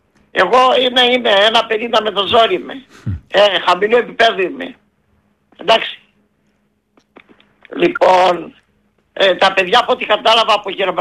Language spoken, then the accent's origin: Greek; Lachanas, Central Macedonia, Greece; το χωριό μου είναι στα σύνορα Κιλκής, Σερό Θεσσαλονίκης, και ανοίγει στη Θεσσαλονίκη η Νικόπολη, κοντά στην Ξυλούπολη, ναι, στο Λαχανάδη.